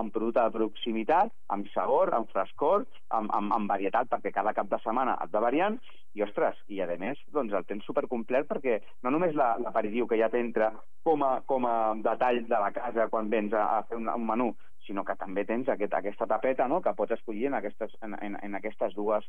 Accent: Súria, Catalonia, Spain; Jo soc de Súria, del Bages, del cor de Catalunya

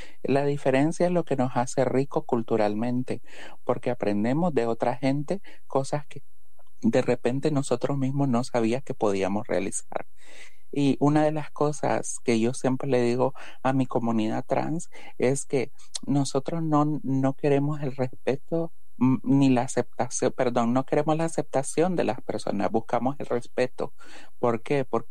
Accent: Honduras; moved away; Me vengo de Honduras dejando todo atrás y aquí también he encontrado mucha, mucha persecución, ¿no?

